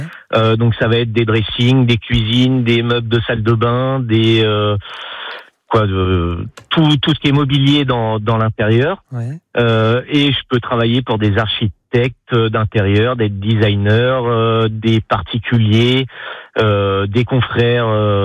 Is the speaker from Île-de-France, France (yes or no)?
yes; Paris, Île-de-France, France; moved away as an adult; also born or lived in Mouchard, Jura; now in Haute-Savoie, France; moi je viens de Paris, j'ai commencé mes études d'ébénisterie à l'école Boulle à Paris